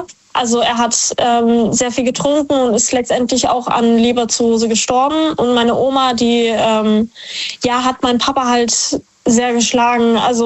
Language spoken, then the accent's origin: German; Heidelberg, Baden-Württemberg, Germany; Ich komme aus Heidelberg.